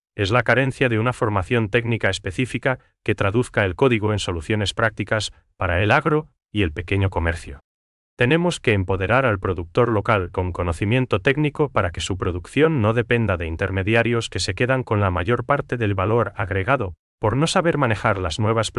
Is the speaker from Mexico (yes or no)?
no; Paraguay; para que realmente nos beneficie a nosotros, los paraguayos.